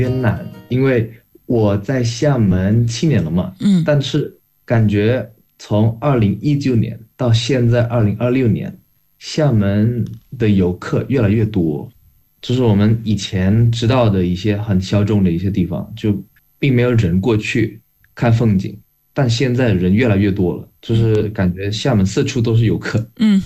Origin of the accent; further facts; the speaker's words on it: Indonesia; moved away as an adult; now in China; 我外公现在在印尼，我们所有家里人都在印尼，就我一个人现在留在中国